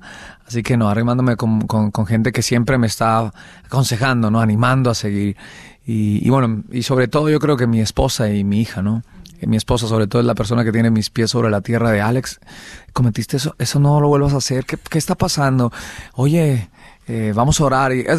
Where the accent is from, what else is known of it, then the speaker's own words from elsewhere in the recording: Bogotá, Colombia; Comenzamos ahí en mi país natal, en Colombia, soy de Bogotá